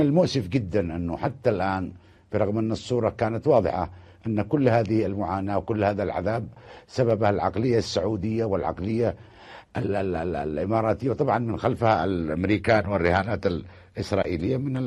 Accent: Yemen; نحن كيمنيين

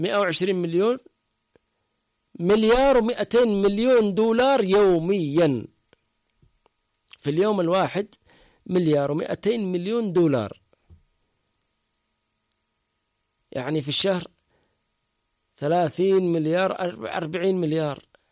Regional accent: Yemen; عندنا في اليمن

